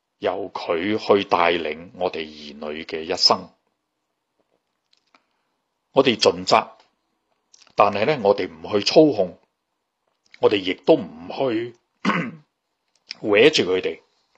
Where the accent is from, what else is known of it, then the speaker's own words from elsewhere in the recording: China; 我谂我哋作为中国人，我哋都知道婆媳点样相处融洽